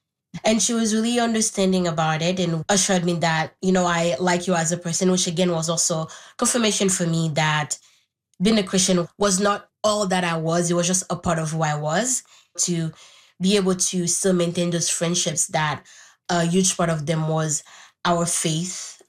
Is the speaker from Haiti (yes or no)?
yes; Haiti; first language Haitian Creole; English is a second language; I grew up in Haiti. My first language is Haitian Creole.